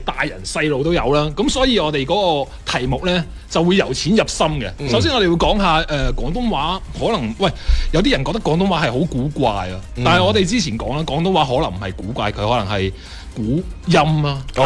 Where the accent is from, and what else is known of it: Guangdong, China